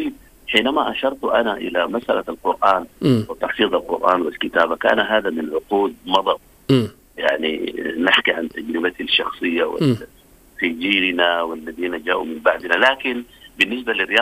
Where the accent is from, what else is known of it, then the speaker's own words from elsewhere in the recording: Sudan; بلدي السودان.